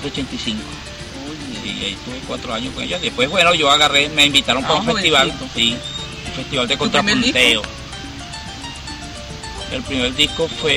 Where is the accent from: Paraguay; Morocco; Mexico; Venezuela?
Venezuela; Las Mercedes; mi tierra, mi Mercedes, a este Cajón de Llano.